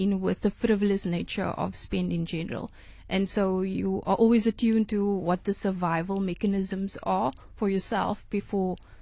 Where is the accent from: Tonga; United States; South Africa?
South Africa; Cape Town, Western Cape; I'm from the Cape Flats